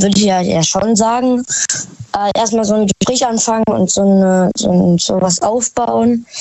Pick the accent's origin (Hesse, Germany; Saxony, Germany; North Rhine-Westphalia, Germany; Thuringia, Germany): Hesse, Germany; Dornholzhausen; Ich komme aus Dornholzhausen.